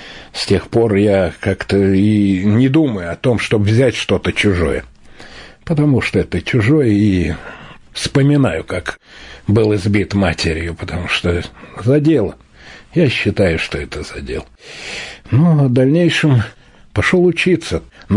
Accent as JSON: {"language": "Russian", "region": "Moscow", "country": "Russia", "tie": "born or raised there", "said": "Родился в Москве на Девятинском переулке, это где американское посольство, если кто знает этот город наш, Москву. Вот, там мы жили. Жили, конечно, в очень серьезных условиях, жили в подвале, 11 метров комната."}